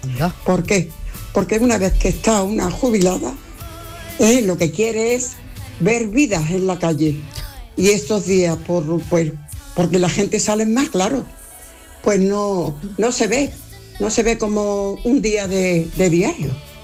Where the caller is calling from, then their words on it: Mijas, Andalusia, Spain; de aquí de Mijascota.